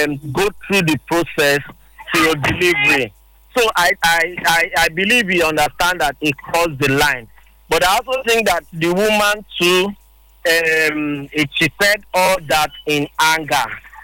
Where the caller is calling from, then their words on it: Port Harcourt, Rivers, Nigeria; I'm calling from Port Harcourt.